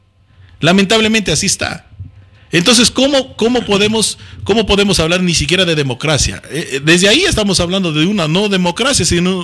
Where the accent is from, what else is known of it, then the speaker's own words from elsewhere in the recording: Loja, Ecuador; Ahora lo que nosotros estamos también acostumbrados como lojanos, como ecuatorianos, es solo haber obra de cemento, ¿no?